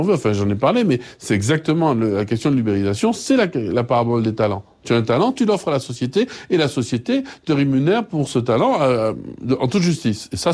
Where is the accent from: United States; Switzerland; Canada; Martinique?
Martinique; chez nous, en Martinique